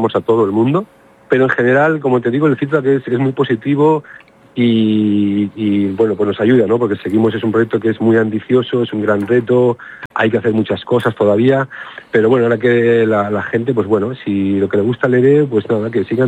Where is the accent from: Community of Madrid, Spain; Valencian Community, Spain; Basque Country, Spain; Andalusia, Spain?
Basque Country, Spain; Bilbao; now in Menorca, Spain; yo vengo de Bilbao, donde nos gusta mucho comer